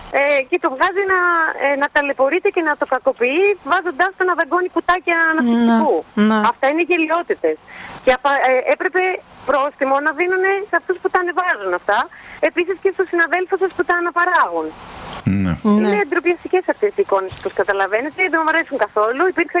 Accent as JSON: {"language": "Greek", "country": "Greece"}